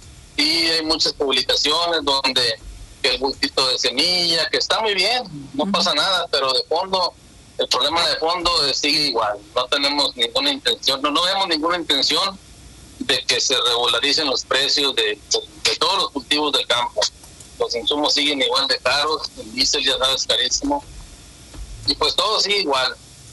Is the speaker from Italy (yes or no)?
no; Mexico; y pues todos somos mexicanos, estamos muy ofendidos